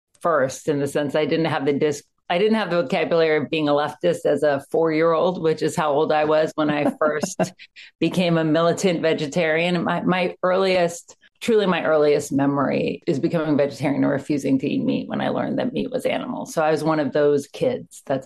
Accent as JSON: {"language": "English", "town": "Athens", "region": "Georgia", "country": "United States", "tie": "born or raised there", "moved": "yes", "said": "And as I got older and I left Georgia, I grew up in Athens, Georgia."}